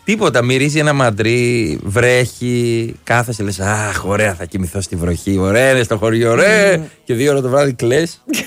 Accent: Menidi, Attica, Greece; also born or lived in Liosia; Έχει χάρη που είμαι από το Μενίδη και τα λιώσια. Μπορώ να το πω εγώ.

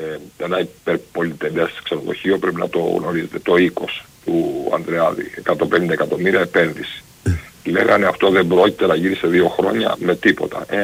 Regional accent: Chania, Crete, Greece; Από τα Χανιά είμαι, σου πάει. Είμαι από τα Χανιά.

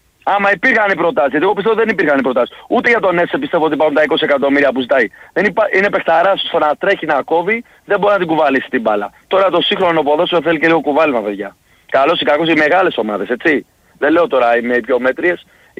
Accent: Korydallos, Attica, Greece; Παναϊκός είμαι εγώ, από Κορδάλο.

